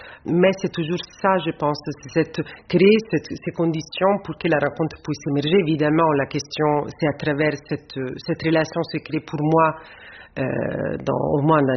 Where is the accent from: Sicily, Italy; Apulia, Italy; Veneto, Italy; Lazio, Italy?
Lazio, Italy; Rome; Moi, j'ai grandi à Rome.